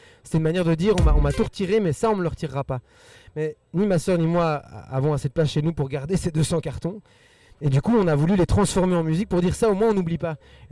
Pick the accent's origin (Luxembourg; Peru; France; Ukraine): Peru; moved away